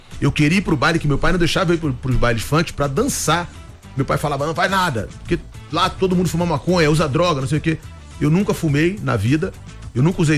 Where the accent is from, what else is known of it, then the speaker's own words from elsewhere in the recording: Rio de Janeiro, Brazil; Eu sou da Vila do Pinheiro, eu morei até 27 anos dentro do Complexo da Maré, que é a Vila do João, Vila do Pinheiro, Conjunto Esperança. Eu nasci na Nova Holanda